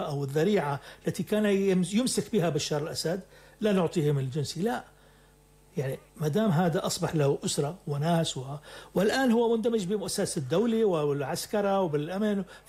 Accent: Syria; وأنا كسوري

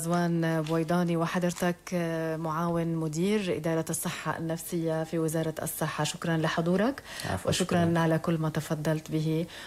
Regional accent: Syria; بلدنا سوريا

